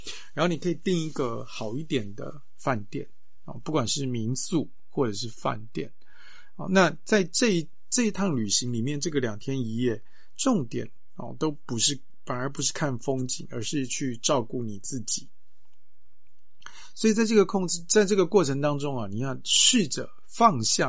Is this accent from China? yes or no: no; Taipei, Taiwan; 我是台北出生长大，对我来讲桃园已经陌生了，竹苗就更不用提了